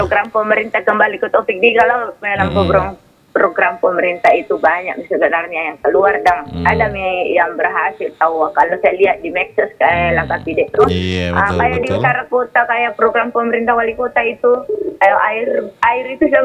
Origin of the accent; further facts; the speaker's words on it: Soppeng, South Sulawesi, Indonesia; di daerahku ini kan ada gunung